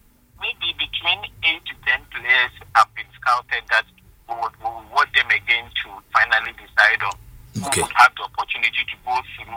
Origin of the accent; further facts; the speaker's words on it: Ghana; being a Ghanaian